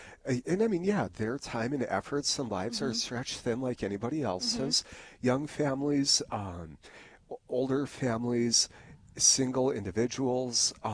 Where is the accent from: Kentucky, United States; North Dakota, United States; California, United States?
North Dakota, United States; Harvey; you know, I grew up in Harvey, North Dakota. My mother and stepfather live north of Animus.